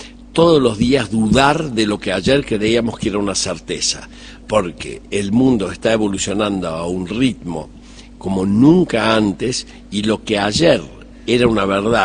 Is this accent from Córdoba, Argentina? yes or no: yes; Córdoba, Argentina; accent: Cordobés; also born or lived in Germany; now in Uruguay; Soy cordobés a pesar de que vivo en Uruguay